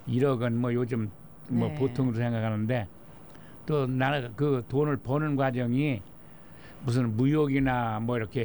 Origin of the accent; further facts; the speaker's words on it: Gongju, South Chungcheong, South Korea; moved away as an adult; now in United States; 고향의 공주, 그 공주 충남 공주.